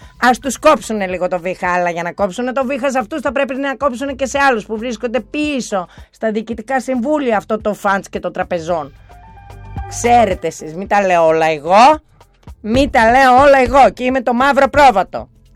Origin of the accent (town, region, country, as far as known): Greece